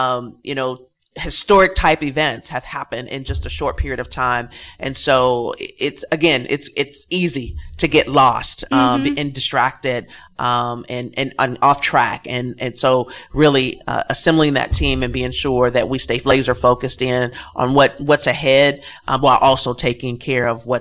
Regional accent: Evansville, Indiana, United States; to really think about growing up in Evansville

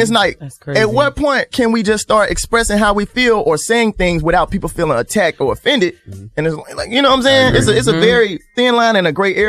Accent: Jackson, Mississippi, United States; I'm just like, I'm from Jackson. What are you saying? We exist.

